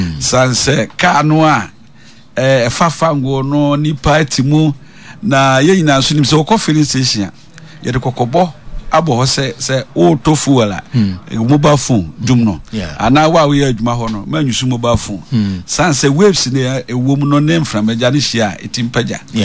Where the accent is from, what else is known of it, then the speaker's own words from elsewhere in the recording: Ghana; West Africa sub-region ha, yeah, … and I'm from Ghana